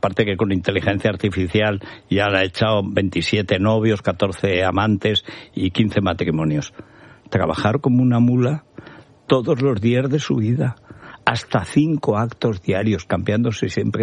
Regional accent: Teruel, Aragon, Spain; soy de Teruel

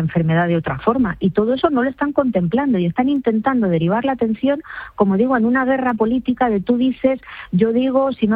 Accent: Spain; Y a mí, de verdad, como española y como médico, lo que me está dando miedo es qué están ocultando

